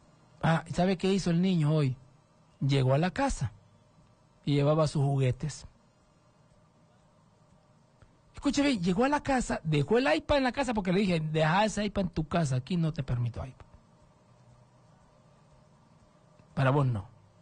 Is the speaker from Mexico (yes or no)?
no; Honduras